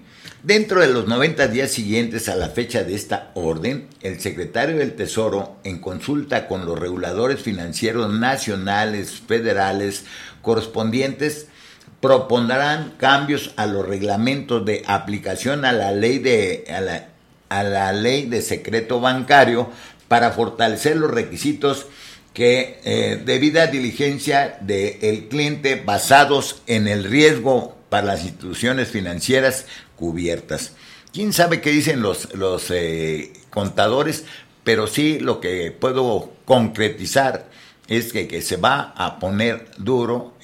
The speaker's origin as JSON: {"language": "Spanish", "country": "Mexico", "said": "Somos mexicanos o somos latinos o somos migrantes que así como llegamos ahí tenemos que buscar cómo no dejar de mandar las remesas."}